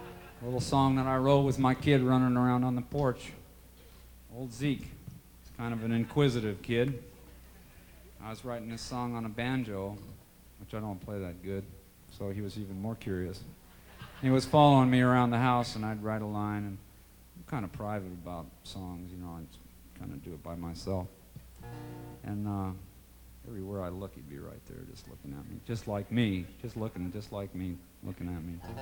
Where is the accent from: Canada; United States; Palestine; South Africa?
Canada; You know, I'm from Canada.